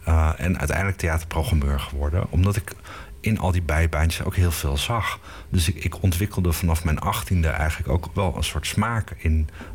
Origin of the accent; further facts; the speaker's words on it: Tiel, Gelderland, Netherlands; now in The Hague, Netherlands; En ik kwam uit Tiel op dat moment. Dus Den Haag was niet per se een vanzelfsprekende keuze.